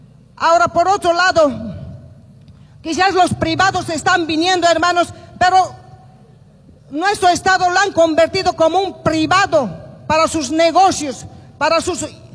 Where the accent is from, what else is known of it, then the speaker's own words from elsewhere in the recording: Bolivia; nuestros derechos que nosotros tenemos en nuestro país como bolivianos.